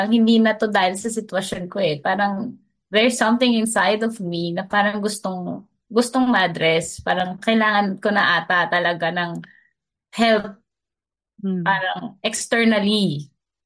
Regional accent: Malabon, Metro Manila, Philippines; E tapos po, di ba, sobrang layo. I'm from Malabon. Tapos Mandaluyong po yung.

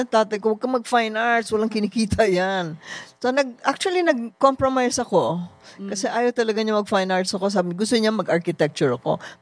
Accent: Davao City, Davao Region, Philippines; moved away as an adult; Kasi taga Davao talaga kami.

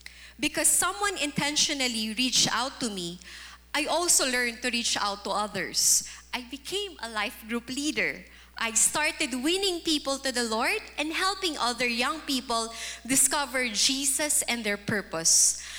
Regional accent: Tabaco, Bicol Region, Philippines; And by faith, I went to my hometown.

